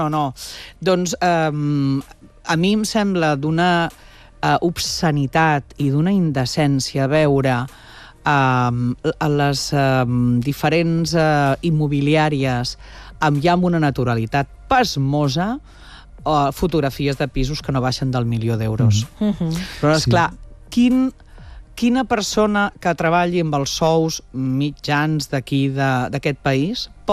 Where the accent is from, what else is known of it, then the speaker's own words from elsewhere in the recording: Barcelona, Catalonia, Spain; El meu barri, que cada vegada quedem menys barcelonins